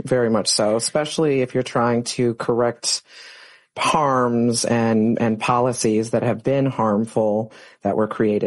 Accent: Chicago, Illinois, United States; Southside, born and bred.

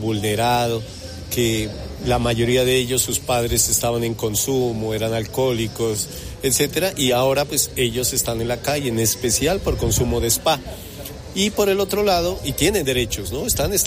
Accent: Pasto, Nariño, Colombia; con la gente es amable, somos amables, el pastuso.

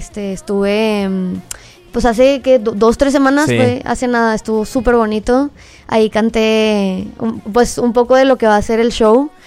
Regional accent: Monterrey, Nuevo León, Mexico; Soy de Monterrey.

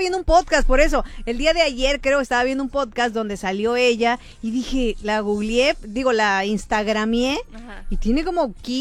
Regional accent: Mexico; Es que así somos los mexicanos, somos bien agarrados de todo.

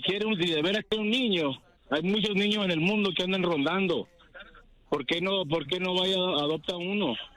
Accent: Sonora, Mexico; Puro Sonora, mi viejo. Puro Yaqui.

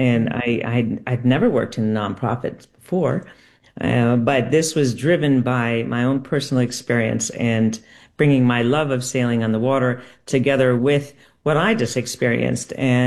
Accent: Connecticut, United States; now in Burlington, United States; And, you know, I grew up sailing in Connecticut.

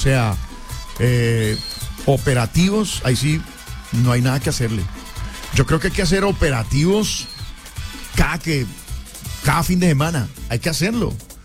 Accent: Colombia; aquí todos somos colombianos, aquí todos somos igualitos, toditos.

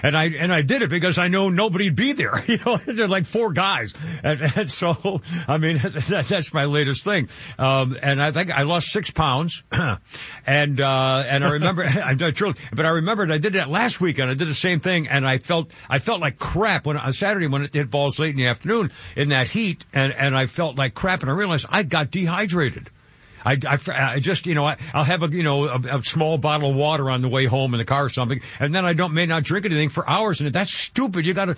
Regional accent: New England, United States; growing up in New England

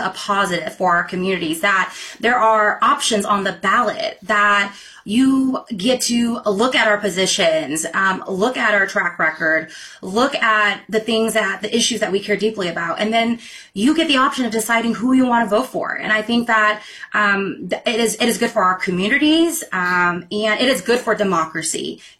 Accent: Sacramento, California, United States; Look, I grew up in South Sacramento. I'm the oldest of 16 kids in my family. I grew up on food stamps

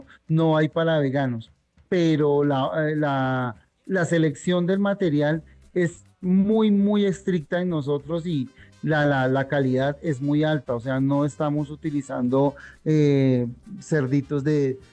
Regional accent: Colombia; porque pues la mayoría somos de provincia, ¿no? Somos del Tolima o del Huila.

